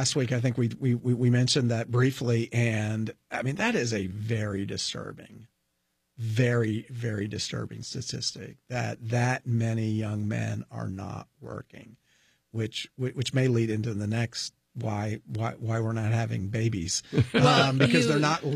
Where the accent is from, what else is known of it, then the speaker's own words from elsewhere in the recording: Scotland, United Kingdom; I'm not going to defend the French. I'm Scottish. I just declared my allegiance.